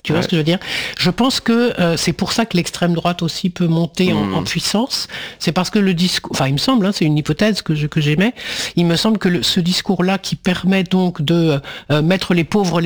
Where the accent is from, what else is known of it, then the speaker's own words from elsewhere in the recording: France; parce que je suis français